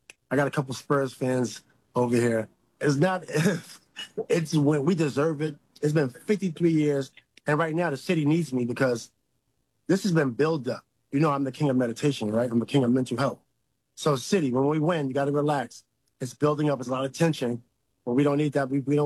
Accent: New York, United States; Look at these New Yorkers. I'm from New York. What do you expect? I'm the most of New York.

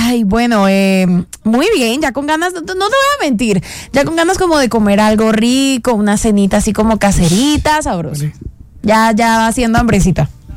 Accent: Caribbean coast, Colombia; moved away; en la costa, sobre todo de la zona de donde yo soy.

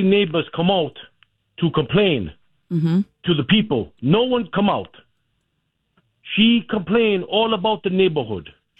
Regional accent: Ukraine; I come from Ukraine.

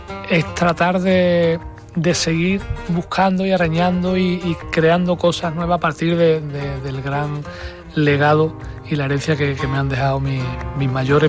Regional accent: Huelva, Andalusia, Spain; El mayor genio que ha dado mi tierra, yo soy de Huelva, fue el Niño Miguel

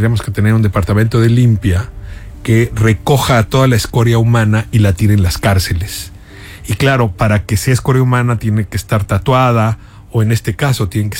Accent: Mexico

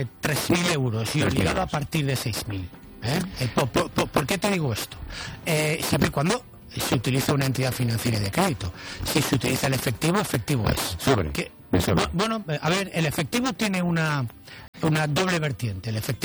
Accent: Valencia, Valencian Community, Spain; En mi ciudad natal, en Valencia

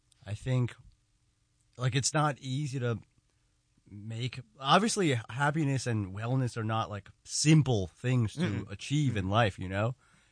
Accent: New York City, New York, United States; I'm from New York City. I'm from Queens.

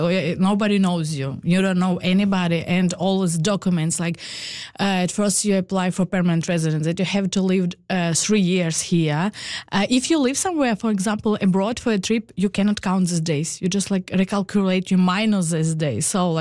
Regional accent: Ukraine; English is a second language; moved away as an adult; now in Newfoundland, Canada; I'm Ukrainian and also I'm Canadian.

